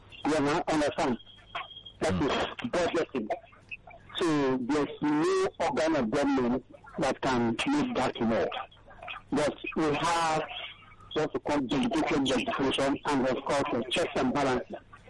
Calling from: Ekiti, Nigeria; I'm calling from Abanja, in Ekiti.

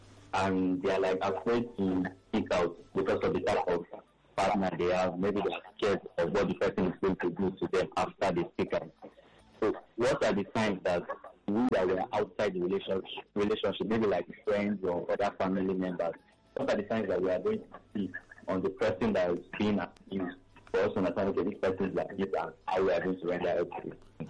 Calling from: Ogun, Nigeria; I'm calling from Ogun State.

